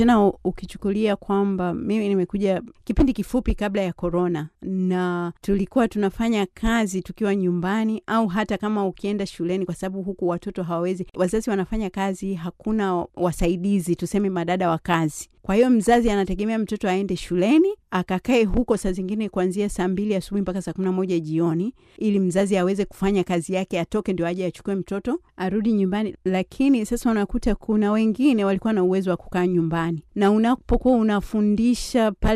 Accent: Lushoto, Tanga Region, Tanzania; Sasa unajiuliza, mimi natoka Lushoto kule Gare, hata nchi yangu yenyewe sifahamu vizuri

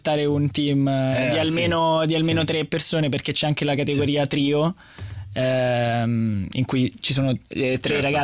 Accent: Rome, Lazio, Italy; sono romano di Roma.

